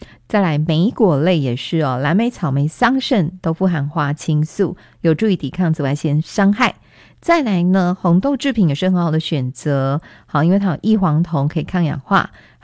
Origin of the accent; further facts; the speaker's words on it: Taichung, Taiwan; 身为台中人，大概很少有人喜欢夏天吧